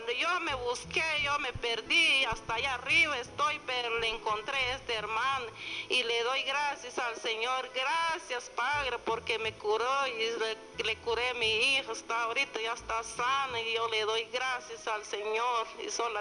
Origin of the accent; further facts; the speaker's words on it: Salamá, Baja Verapaz, Guatemala; Yo vengo de Salamá, pero le doy gracias al Señor porque aquí estoy, aquí en este momento